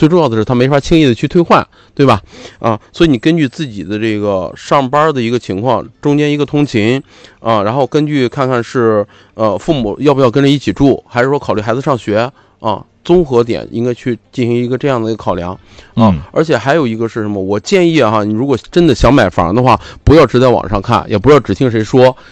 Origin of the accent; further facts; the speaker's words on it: Hebei, China; now in Haikou, China; 对，我是一个外地人，我是河北的，我21年来到海口，